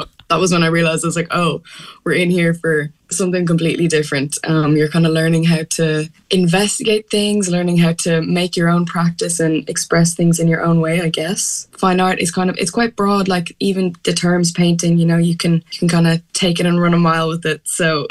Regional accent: County Wicklow, Ireland; kind of looking into history of where I grew up in Wicklow

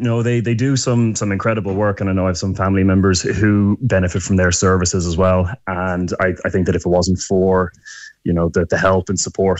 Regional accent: Galway, Connacht, Ireland; now in Dublin, Ireland; I'm based with the army up in Dublin. I'm from Galway.

